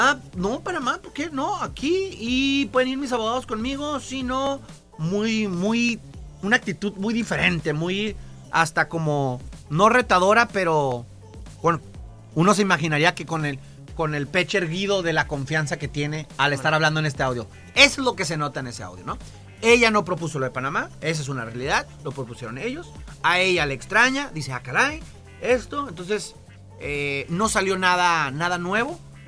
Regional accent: Mexico

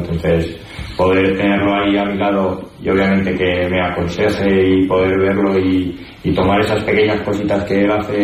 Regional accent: Navarre, Spain; Pues yo toda mi vida he jugado al fútbol en Navarra, en mi pueblo, y pues un profesor de la ESO me introdujo al voleibol

